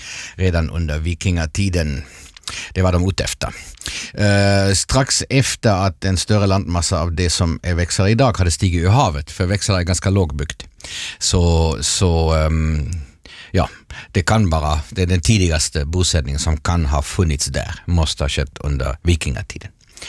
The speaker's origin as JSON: {"language": "Swedish", "town": "Vörå", "region": "Ostrobothnia", "country": "Finland", "tie": "born or raised there", "said": "så gjorde ni inte som i min hemkommun i Vörå"}